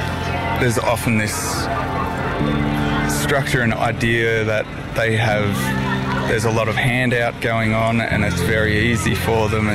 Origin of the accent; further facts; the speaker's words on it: Melbourne, Victoria, Australia; moved away as an adult; now in Alice Springs, Australia; I'm from Melbourne originally. What I like about living in Alice Springs is the duality of the culture here versus what I grew up